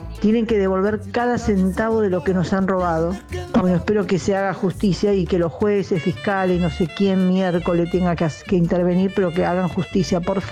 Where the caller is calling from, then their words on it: Padua, Buenos Aires Province, Argentina; de Padua.